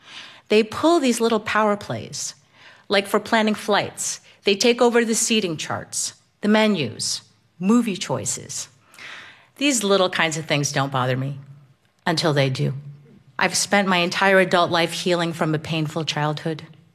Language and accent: English; New Jersey, United States; I'm from New Jersey.